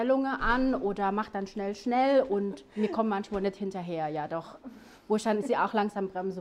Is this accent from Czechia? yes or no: no; Philippines; Kommt aus meiner Heimat, aus den Philippinen.